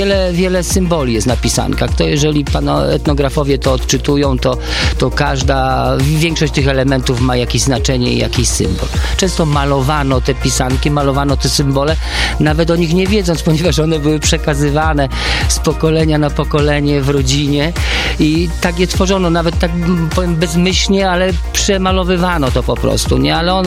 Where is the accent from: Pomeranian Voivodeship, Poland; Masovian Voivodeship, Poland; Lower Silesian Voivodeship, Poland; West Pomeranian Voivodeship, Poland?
Lower Silesian Voivodeship, Poland; born there